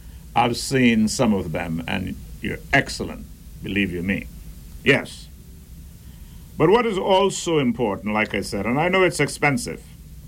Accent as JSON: {"language": "English", "region": "Middle Caicos", "country": "Turks & Caicos Islands", "tie": "born or raised there", "said": "as a little boy growing up in Middle Caicos"}